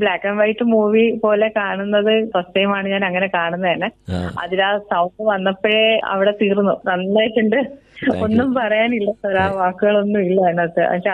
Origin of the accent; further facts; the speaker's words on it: Kottayam, Kerala, India; Kottayam തലവലപ്പറമ്പ്.